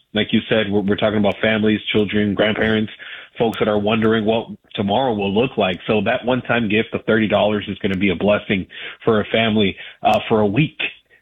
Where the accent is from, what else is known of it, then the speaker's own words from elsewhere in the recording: Pereira, Risaralda, Colombia; we met in Pereira. That's my hometown. That's where I'm from.